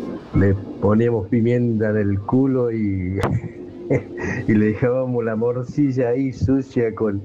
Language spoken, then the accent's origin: Spanish; Tucumán, Argentina; cuando éramos pibes en mi pueblo, en Tucumán